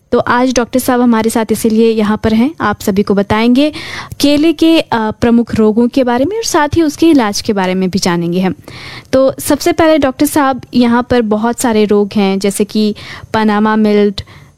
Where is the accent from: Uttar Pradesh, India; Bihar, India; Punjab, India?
Bihar, India; हमारा सौभाग्य है कि हम बिहारी हैं और बिहार में बहुत ही अच्छे तरीके से इसके लिए उपयुक्त जलवायु मिलती है